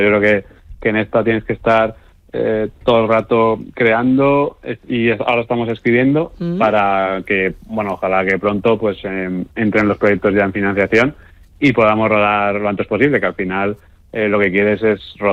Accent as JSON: {"language": "Spanish", "town": "Alicante", "region": "Valencian Community", "country": "Spain", "said": "Además, Sonia y yo, claro, somos de Alicante."}